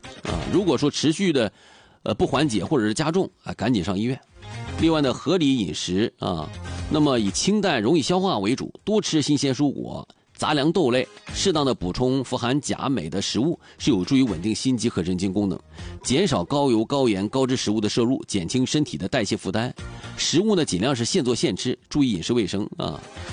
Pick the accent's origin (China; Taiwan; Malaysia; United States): China; Dalian, Liaoning; 能够展现我们大连人精神风貌的一场演出啊。